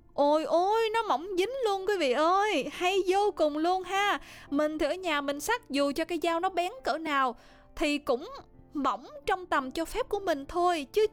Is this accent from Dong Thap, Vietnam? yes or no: yes; Sa Dec, Dong Thap, Vietnam; now in Ho Chi Minh City, Vietnam; Vẫn là niềm tự hào của quê hương mình thưa quý vị, hủ tiếu sa đéc.